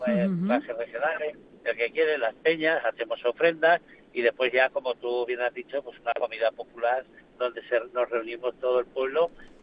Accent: Peraltilla, Aragon, Spain; para los que somos de Peraltilla

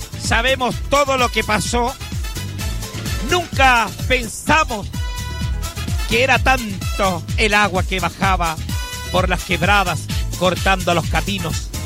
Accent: Chile; somos chilenos, somos hijos de la tierra.

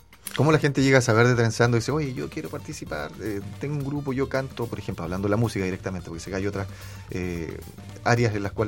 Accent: Concepción, Biobío, Chile; now in Valparaíso Region, Chile; yo que vengo de Concepción originalmente

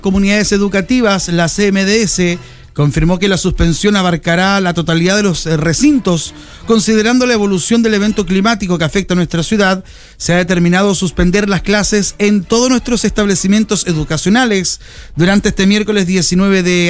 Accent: Antofagasta, Chile; los que somos de Antofagasta, es un tema archiconocido

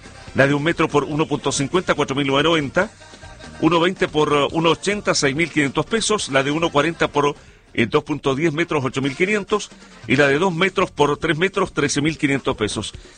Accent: Chile; como buen chileno, de la zona guasa que somos

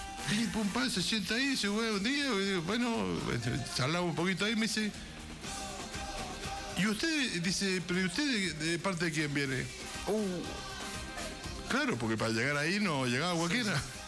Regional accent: Mendoza, Argentina; soy periodista de Mendoza, acá tengo los vuelos, tengo los pasajes, yo no sabía que el pasaporte demoraba tanto, vengo de Mendoza, sí.

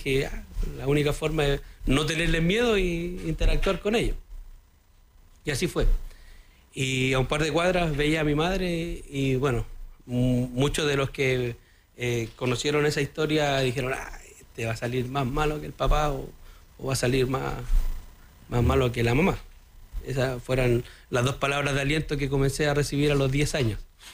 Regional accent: Santiago, Santiago Metropolitan Region, Chile; also born or lived in Lampa; fui creciendo en La Legua, fui creciendo en el ámbito de Lampa

